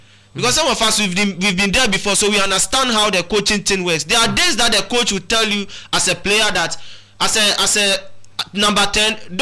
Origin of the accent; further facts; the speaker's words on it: Ghana; as a Ghanaian.